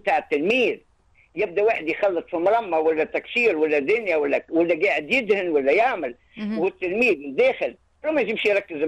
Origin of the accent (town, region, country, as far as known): Tunisia